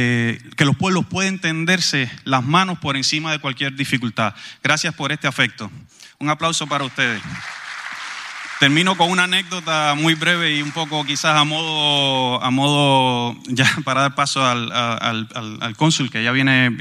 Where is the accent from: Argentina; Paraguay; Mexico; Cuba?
Cuba; now in Canary Islands, Spain; soy de origen cubano.